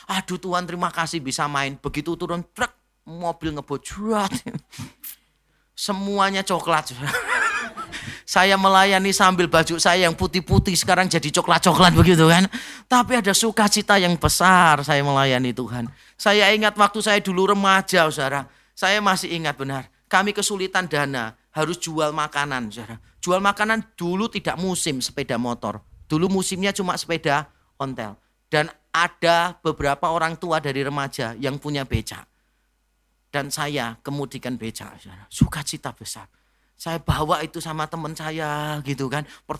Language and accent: Indonesian; Semarang, Central Java, Indonesia; Kota saya Semarang soalnya. … kan lagunya.